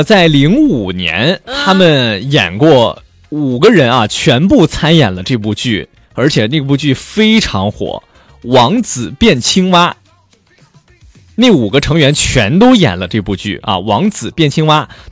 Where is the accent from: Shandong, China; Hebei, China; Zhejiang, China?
Shandong, China